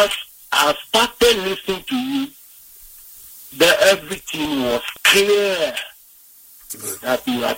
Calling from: Ghana; To my fellow Ghanaians.

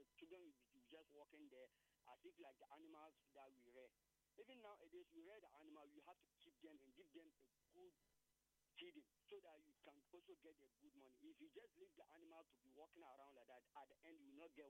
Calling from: Ghana; I'm calling from Akwetia Line.

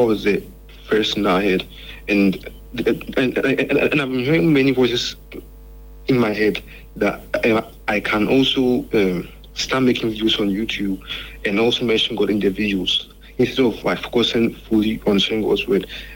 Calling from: Anyinam, Eastern Region, Ghana; Okay, I'm calling from Anyinam.

